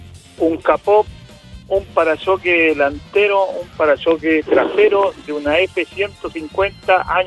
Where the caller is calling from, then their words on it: San Pedro de la Paz, Biobío, Chile; Estoy llamando de Lomas Coloradas